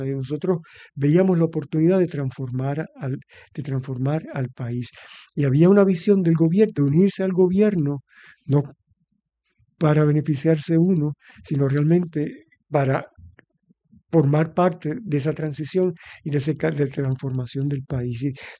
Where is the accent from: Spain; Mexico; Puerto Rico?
Puerto Rico; Aguada; yo creciendo en Aguada